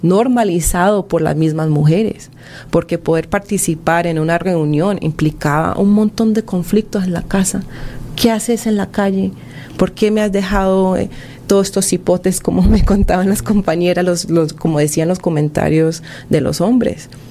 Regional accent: Colombia; now in El Salvador; Aunque yo soy colombiana, creo que he pasado más tiempo en este país que en mi propio país.

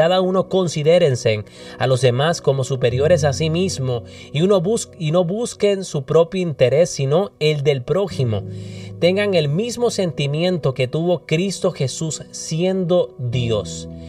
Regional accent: Puerto Rico; now in Minnesota, United States; somos orgullosamente puertorriqueños, pero vivimos en el estado de Minnesota.

